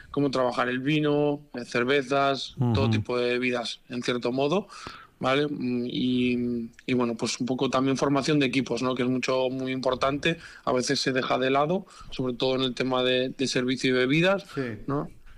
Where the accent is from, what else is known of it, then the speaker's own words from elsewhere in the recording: Galicia, Spain; now in Basque Country, Spain; Yo soy gallego.